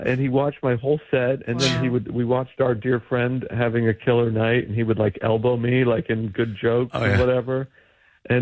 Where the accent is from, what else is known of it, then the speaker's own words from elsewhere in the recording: Idaho, United States; I'm from Idaho, and I would drive all over the Northwest